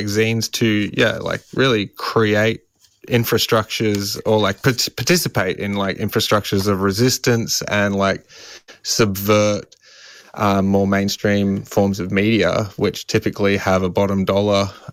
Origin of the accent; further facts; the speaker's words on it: Adelaide, South Australia, Australia; when I was young and growing up in Adelaide.